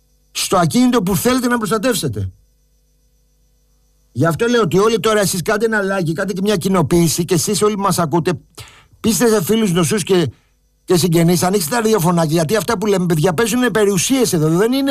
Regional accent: Thessaloniki, Central Macedonia, Greece; Είμαι από τη Θεσσαλονίκη και θα έχω αυτό το πρόβλημα.

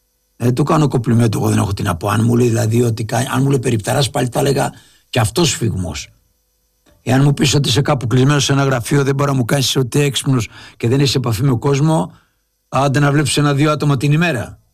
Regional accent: Lefkada, Ionian Islands, Greece; εγώ είμαι από Λευκάδα.

